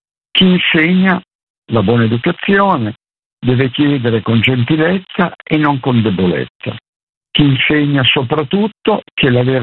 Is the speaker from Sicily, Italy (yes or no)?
no; Piedmont, Italy; Io sono piemontese, esistono ancora molti bar dove c'è il bagno turco.